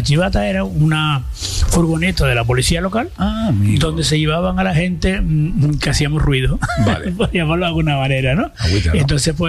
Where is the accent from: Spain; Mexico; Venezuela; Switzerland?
Spain; Santa Cruz de Tenerife, Canary Islands; also born or lived in Telde, Gran Canaria; Lo que pasa es que con un añito me trajeron para Tenerife, concretamente al pueblo Alfaro Chicharrero del Barrio Nuevo, uh-huh. Y bueno, soy un chicharrero, aunque por mis venas siempre corre un poquito de sangre canariona, que mis abuelos eran canarios. Mi madre era cubana, pero mis abuelos eran canariones.